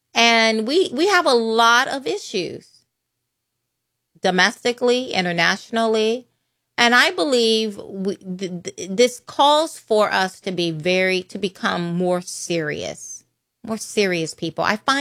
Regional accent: United States; I'm being very American and heavy-tongued

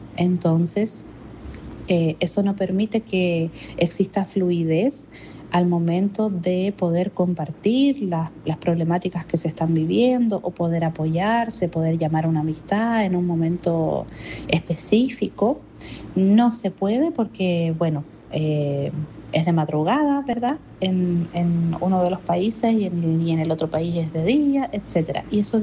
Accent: Chile; moved away as an adult; now in Havana, Cuba; soy chilena, psicóloga transpersonal

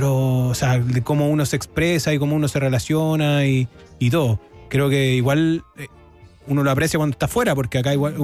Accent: Chile; moved away; chileno, sí.

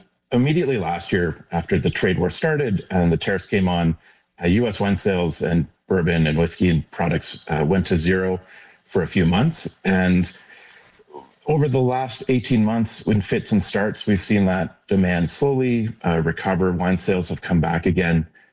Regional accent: Canada; now in Calgary, Canada; as a Canadian

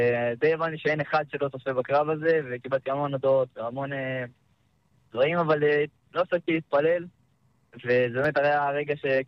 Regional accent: Shiloh, West Bank, Palestine; המשפחה, גדלנו ביישוב שילה, בשומרון. אני ועוד שתי אחים.

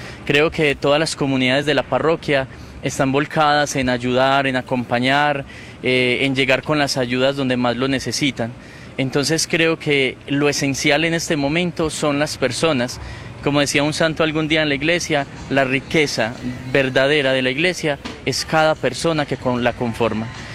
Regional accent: Antioquia, Colombia; No, yo soy de Antioquia.

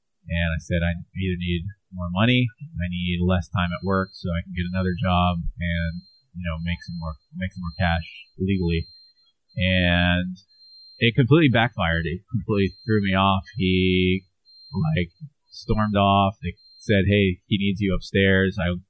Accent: Florida, United States; I grew up here in Florida and just had a party

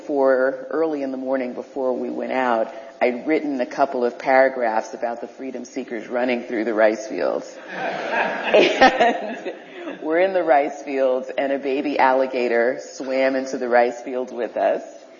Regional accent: Colleton, South Carolina, United States; Well, we're from Colleton, South Carolina, which is the next county over.

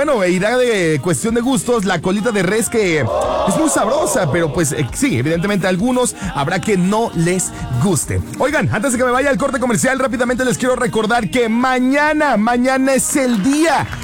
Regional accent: Mexico; a pesar de ser mexicanos

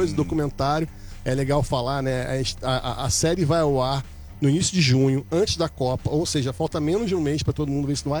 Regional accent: Brazil; Isso é muito emocionante para a gente como brasileiro.

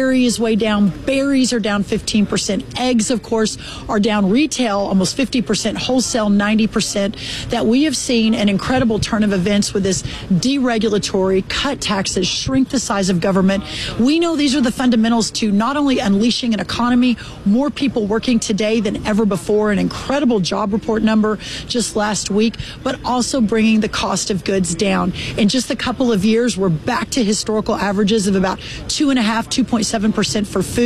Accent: Glen Rose, Texas, United States; also born or lived in Dallas, Texas; The town where I was born, Dallas, Texas, grew up about an hour and a half south of here in tiny little Glen Rose, Texas.

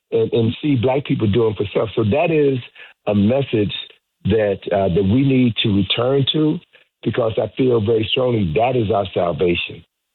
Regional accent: Chicago, Illinois, United States; part of this energy comes from me growing up in Chicago. I spent my first 21 years of life growing up in Chicago.

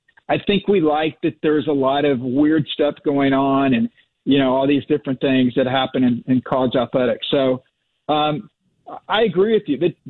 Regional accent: Oklahoma, United States; but I grew up in Oklahoma.

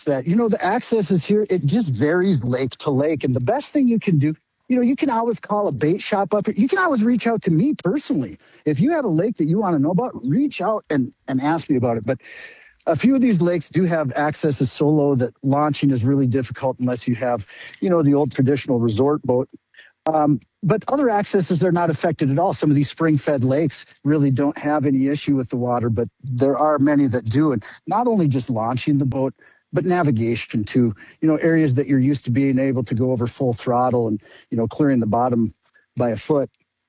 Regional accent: Nevis, Minnesota, United States; I grew up on Lake Beltane in Nevis, and I remember having to let out line on the shoreline to go back to sit on this kind of rock wall.

